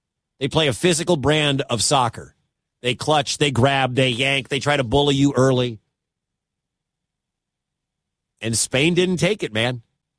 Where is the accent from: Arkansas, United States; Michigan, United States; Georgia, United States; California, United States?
Michigan, United States; Detroit; Shout out to my hometown, Detroit.